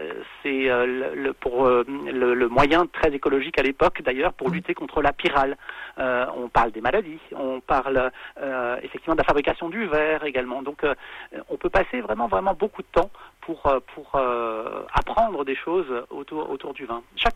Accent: Grand Est, France; moved away; Moi, je suis alsacien d'origine, oui.

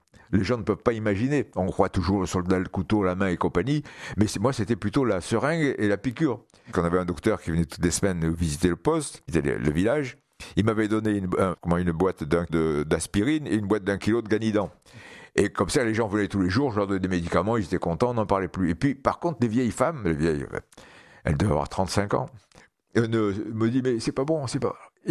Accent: Algiers, Algiers Province, Algeria; C'est-à-dire que moi, j'étais d'Alger, donc je ne pouvais pas être affecté dans l'Algérois.

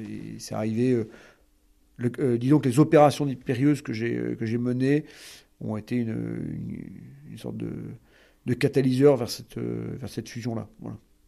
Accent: France; en tant que Français

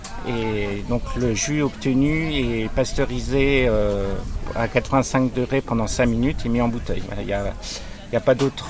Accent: Épernay, Grand Est, France; born there; je suis un Marnais pur jus puisque je suis né à Épernay.

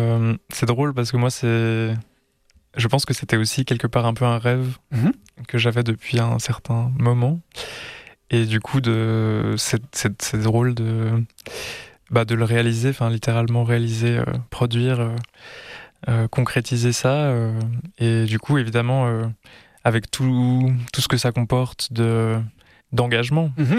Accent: Switzerland; On est suisse.

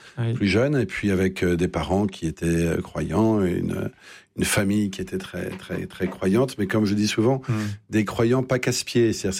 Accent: Paris, Île-de-France, France; now in Lille, France

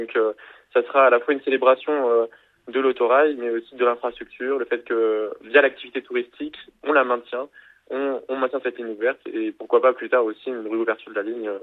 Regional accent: Auvergne-Rhône-Alpes, France; Non, moi je viens de Orléans, pas loin de Thiers, le Zou.

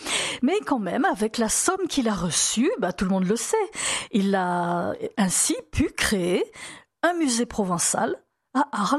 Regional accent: Algeria; born there; Pourtant, je suis née en Algérie, mais Mistral, on connaissait aussi là-bas.

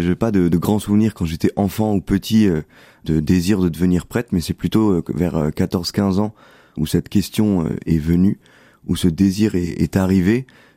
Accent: Compiègne, Hauts-de-France, France; parce que je suis originaire de Compiègne en Picardie.

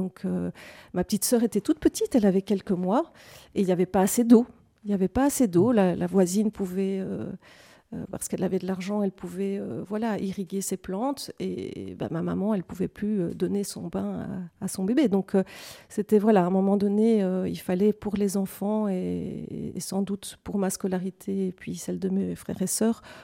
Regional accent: Guanajuato, Mexico; now in Belgium; Et donc j'ai passé une bonne partie de mon enfance au Mexique. Et plus précisément à 500 km au-dessus de Mexico, dans une petite ville magnifique, universitaire, culturelle, qui s'appelle Guanajuato.

